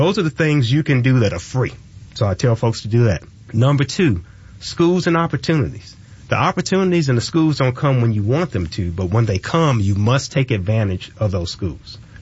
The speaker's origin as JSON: {"language": "English", "town": "Fort Valley", "region": "Georgia", "country": "United States", "tie": "born or raised there", "said": "I grew up in Fort Valley, Georgia. Now, I will say I've always been proud to be from Fort Valley."}